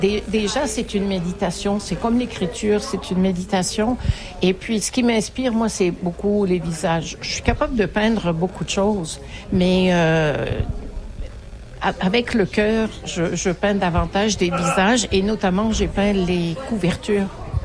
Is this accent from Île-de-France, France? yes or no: no; Cannes, Provence-Alpes-Côte d'Azur, France; now in Quebec, Canada; Je suis originaire de Cannes